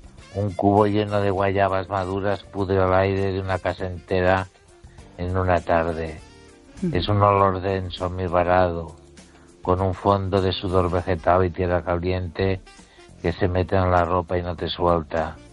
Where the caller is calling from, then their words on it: Ourense, Galicia, Spain; La verdad es que … de Orense.